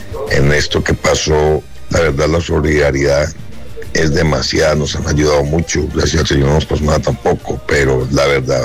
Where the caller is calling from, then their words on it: Colombia; la solidaridad tan grande que somos todos nosotros colombianos.